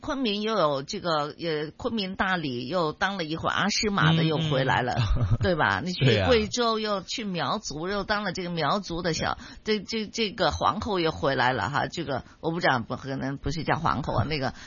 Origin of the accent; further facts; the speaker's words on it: Hong Kong; 我们香港人在做，而且呢，如果呢能够做得更完善一些，